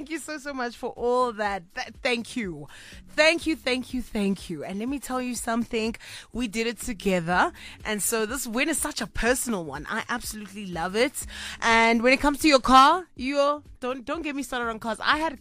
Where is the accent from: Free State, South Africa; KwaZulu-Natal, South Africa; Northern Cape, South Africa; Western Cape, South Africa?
Northern Cape, South Africa; Kimberley; people from my hometown tuning into the show